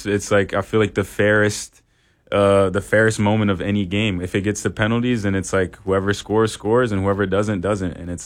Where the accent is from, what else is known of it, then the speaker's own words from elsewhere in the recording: Evanston, Illinois, United States; My first sport was like probably hockey because I was growing up in Chicago.